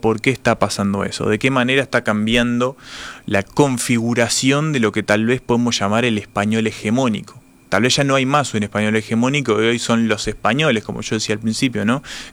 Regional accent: Uruguay; yo como lector uruguayo

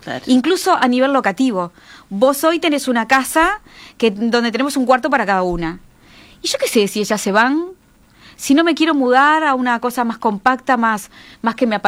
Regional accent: Uruguay; Como todo uruguaya, en un tiempo así

